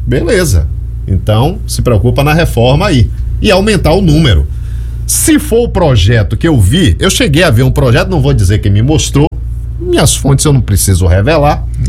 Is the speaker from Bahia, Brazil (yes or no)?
yes; Feira de Santana, Bahia, Brazil; now in Serra do Ramalho, Brazil; Feira de Santana, minha cidade natal, que tem quase 700 mil habitantes.